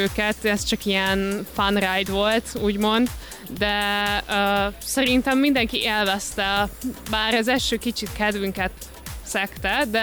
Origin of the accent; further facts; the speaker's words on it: Pécs, Baranya, Hungary; pécsi vagyok